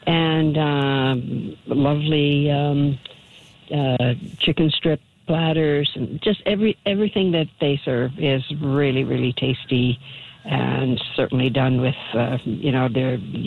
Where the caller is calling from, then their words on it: Nova Scotia, Canada; I'm calling from Lacatrin, Nova Scotia.